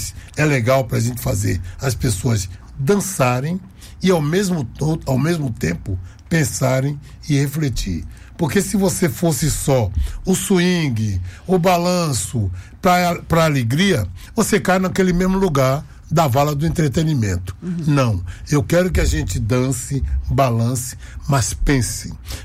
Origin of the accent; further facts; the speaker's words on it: Bahia, Brazil; Eu sou da Bahia.